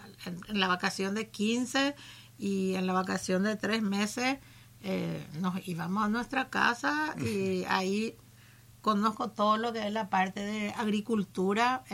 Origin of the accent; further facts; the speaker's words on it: Caraguatay, Cordillera, Paraguay; also born or lived in San Lorenzo; Inicié la escuela y el colegio, el primer curso hice en Caraguatagü, que soy oriunda de Caraguatagü.